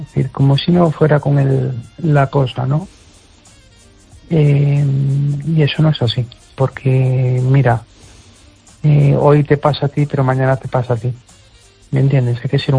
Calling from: Amoeiro, Galicia, Spain; de Amoeiro.

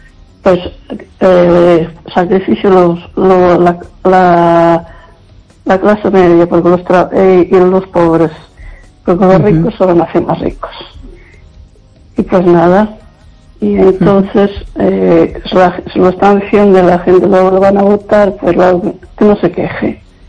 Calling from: Lugo, Galicia, Spain

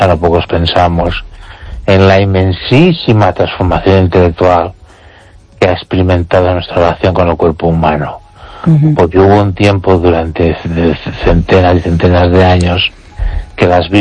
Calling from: Ourense, Galicia, Spain; desde Orense.

